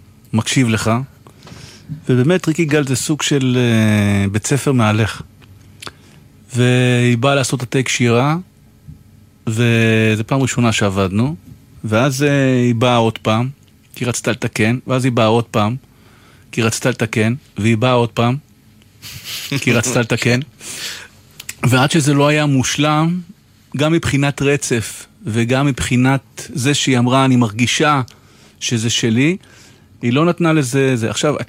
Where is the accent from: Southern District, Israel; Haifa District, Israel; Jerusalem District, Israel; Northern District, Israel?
Northern District, Israel; Acre; moved away; נולדתי באקו